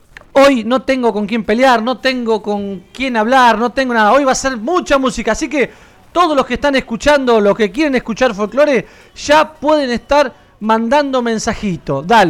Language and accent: Spanish; San Pedro, Buenos Aires Province, Argentina; soy argentino y bien sanpedrino.